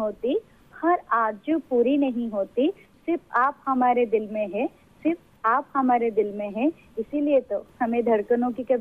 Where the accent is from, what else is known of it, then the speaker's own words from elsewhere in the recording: Bhubaneswar, Odisha, India; And I am from Bhubaneswar. ମୁଁ ଭୁବନେଶ୍ୱରରୁ କହୁଛି।